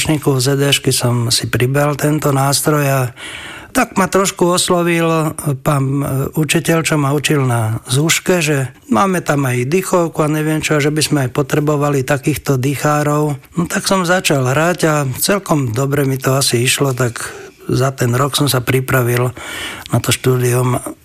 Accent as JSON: {"language": "Slovak", "town": "Plavecký Štvrtok", "region": "Bratislava Region", "country": "Slovakia", "tie": "born or raised there", "also_born_or_lived": "Modra", "said": "Som sa narodil v Modre. Ale žili ste teda v Plaveckom štvrtku? A v Plaveckom štvrtku sme žili od môjho 5. roku. Takže áno, patrím k Plaveckému štvrtku."}